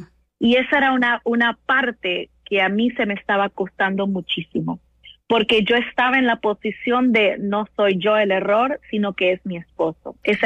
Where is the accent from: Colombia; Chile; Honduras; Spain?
Honduras; yo como hondureña